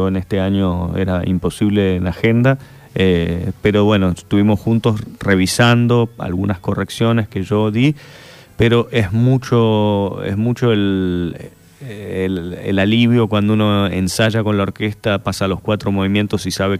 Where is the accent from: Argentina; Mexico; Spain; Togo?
Argentina